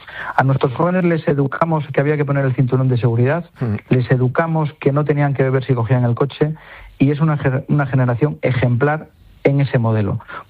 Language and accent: Spanish; Spain